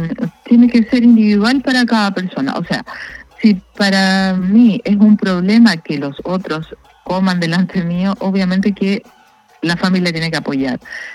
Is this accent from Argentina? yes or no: no; Valparaíso, Chile; yo soy oriunda de Valparaíso